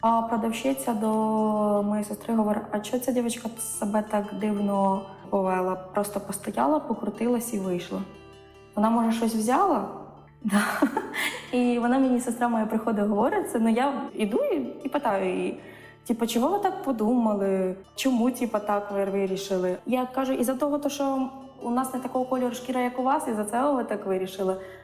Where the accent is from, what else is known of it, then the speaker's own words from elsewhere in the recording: Liubashivka, Odesa Oblast, Ukraine; Взагалі, я народилася в селищі Любашівка. Я росла в багатодітній родині, а нас семеро мами.